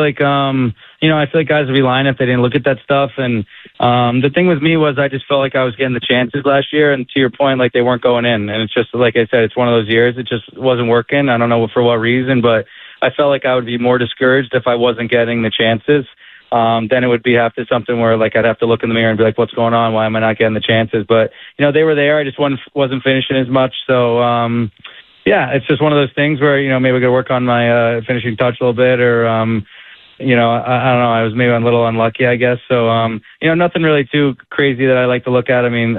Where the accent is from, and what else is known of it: Robbinsville, New Jersey, United States; born or raised there